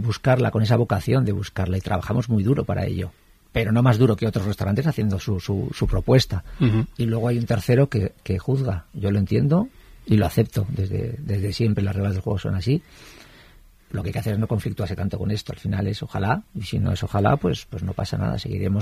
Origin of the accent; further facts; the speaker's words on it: Basque Country, Spain; me paso con el coche por la casa donde yo nací. No nací en la casa, ¿entiendes? Pero donde viví toda mi infancia. Uh-huh. Hasta que me marché de casa, que está en un barrio obrero en Zaramaga